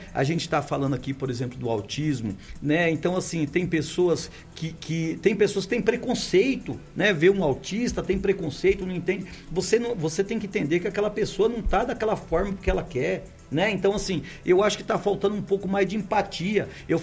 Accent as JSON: {"language": "Portuguese", "country": "Brazil", "said": "eu sou brasileiro"}